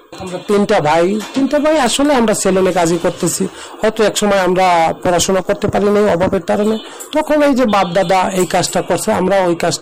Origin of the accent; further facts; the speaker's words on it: Patuakhali, Barisal Division, Bangladesh; now in Dhaka, Bangladesh; তারপরে এক সময় আমি নিজেও পরে এই কাজে গ্রাম থেকে এসে পটুয়াখালী থেকে এসে এই যে ঢাকাতে কাজ করতেছি।